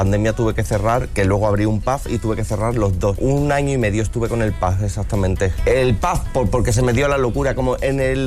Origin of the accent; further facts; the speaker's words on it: Extremadura, Spain; now in Madrid, Spain; El traer el producto de mi tierra, el cómo posible en mostrarlo a Madrid